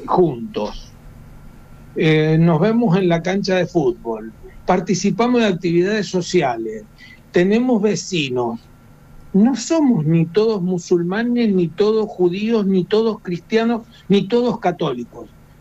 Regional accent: Córdoba, Argentina; Viene a un lugar como nuestra provincia, en Córdoba

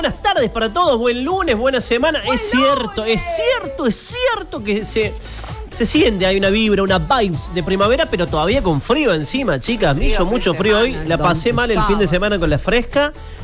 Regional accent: Córdoba, Argentina; Mi barrio. Un abrazo para la gente de Alta Córdoba.

